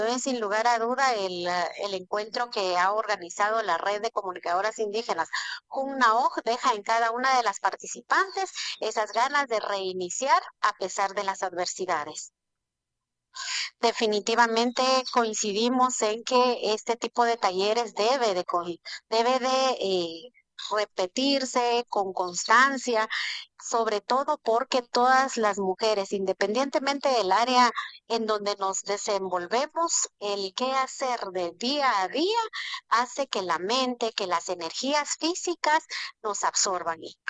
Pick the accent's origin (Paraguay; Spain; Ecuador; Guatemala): Guatemala; como seres humanos, como guatemaltecos y guatemaltecas, debemos ser responsables para cuidar también nuestra madre tierra